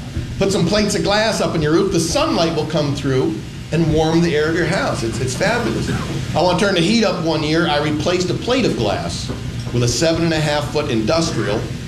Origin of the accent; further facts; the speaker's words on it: New York, United States; told you folks I'm a New Yorker. It's funny, when you tell people you're from New York, so many times they assume you mean New York City.